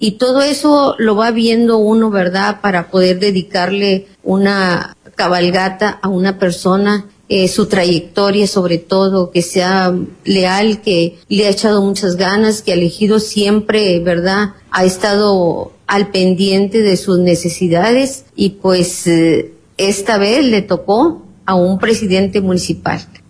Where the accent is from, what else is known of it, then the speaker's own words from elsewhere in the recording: Zaragoza, Coahuila, Mexico; Yo estaba muy joven cuando entré a Morelos, yo soy de Zaragoza